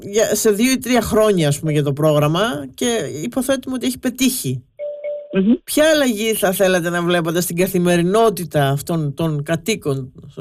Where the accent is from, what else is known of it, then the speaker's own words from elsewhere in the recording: Argos, Peloponnese, Greece; moved away; Καλησπέρα μας στο Άργος, που είναι και η ιδιαίτερη πατρίδα μου